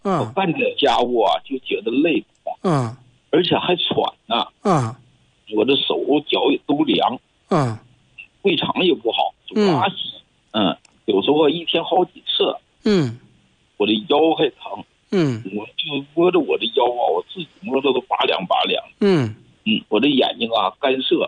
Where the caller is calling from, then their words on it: Jilin, China; 盛老师，我是吉林的